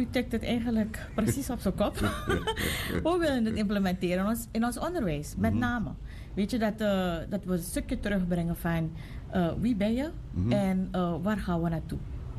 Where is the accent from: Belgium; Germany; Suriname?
Suriname; ja, ik ben Surinamer, dus ik kan Sranang Tongo praten.